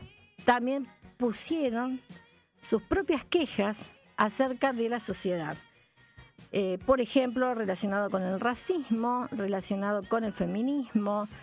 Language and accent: Spanish; Argentina; Como argentinos que somos, tenemos muy buen humor.